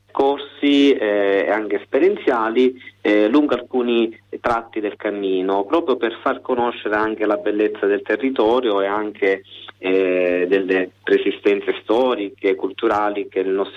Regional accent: Sicily, Italy; sono voluto ritornare alla mia terra, in Sicilia, a riscoprire dei percorsi storici proprio nei luoghi dove sono cresciuto.

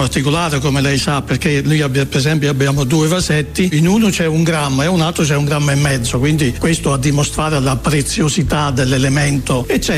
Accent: Taurasi, Campania, Italy; now in Due Carrare, Italy; Io provengo dal paese di Taurasi, in provincia di Avellino, che è un paese agricolo.

